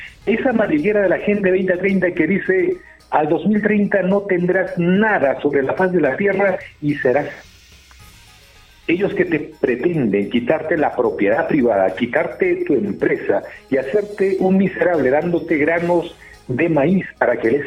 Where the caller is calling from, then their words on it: Peru; como peruanos